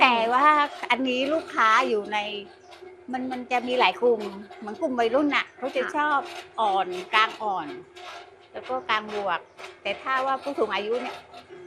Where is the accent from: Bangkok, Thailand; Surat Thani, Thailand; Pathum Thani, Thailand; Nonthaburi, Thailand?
Surat Thani, Thailand; now in Ranong, Thailand; เป็นคนสุราษฎ